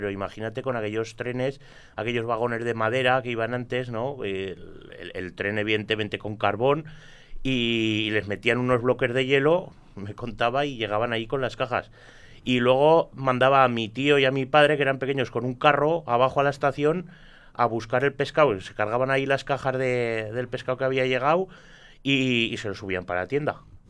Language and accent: Spanish; Grañén, Aragon, Spain; mi pueblo, en Grañén